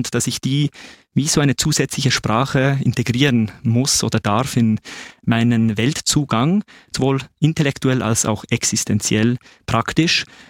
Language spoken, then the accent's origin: German; Bern, Switzerland; Ich bin auch Finne, konkret also halb Schweizer, halb Finne, in Bern aufgewachsen.